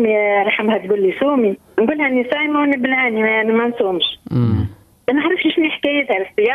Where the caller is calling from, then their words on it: Manouba, Tunisia; من ولاية منوب